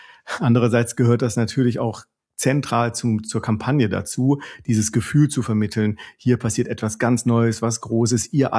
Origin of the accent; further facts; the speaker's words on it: Halle, Saxony-Anhalt, Germany; born there; moved away; Ich muss dazu sagen, ich bin in diesem Bundesland geboren. Also ich komme ursprünglich aus Halle-Saale, dort 1985 geboren.